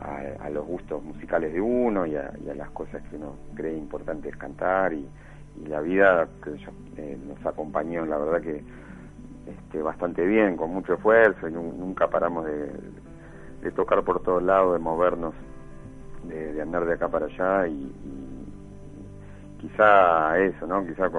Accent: Bernal, Buenos Aires Province, Argentina; moved away as an adult; also born or lived in Avellaneda; now in Buenos Aires, Argentina; yo me crié en Bernal. Sí. Fui al normal de Quilmes. Ajá. Desde el jardín hasta el secundario.

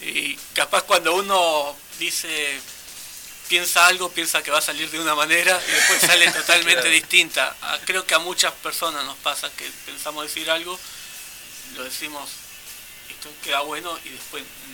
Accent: Argentina; como argentinos terminas votando a un presidente con declaraciones racistas

